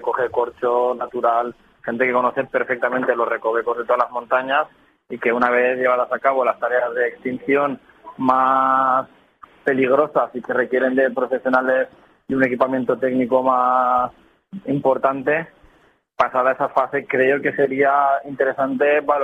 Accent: Artana, Valencian Community, Spain; now in Benicàssim, Spain; hablo de Artana porque al final pues es mi pueblo

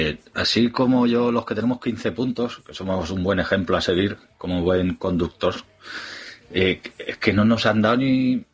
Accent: Valencia, Valencian Community, Spain; el asísmico.

